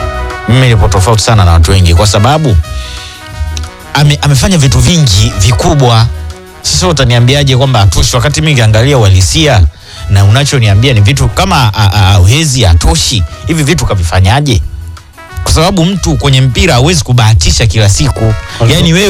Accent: Tanzania; Ukiwa ni Mtanzania kama mimi, alafu mimi ni Mtanzania kama wewe

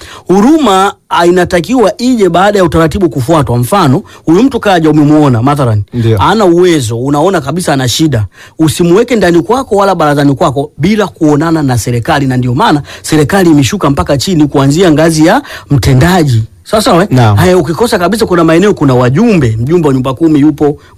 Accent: Lindi, Tanzania; Mimi nimetoka zangu bana Lindi, lakini nimekuja hapa, mimi sina ndugu.

